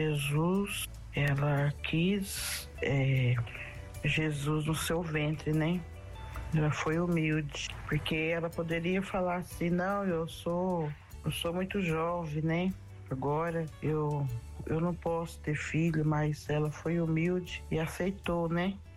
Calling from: Santa Bárbara d'Oeste, São Paulo, Brazil; sou de Santa Bárbara do Oeste, São Paulo.

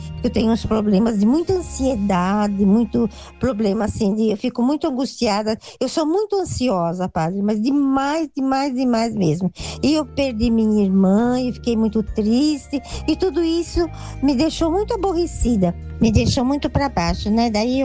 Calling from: São Paulo, Brazil; Eu falo aqui da Lapa.

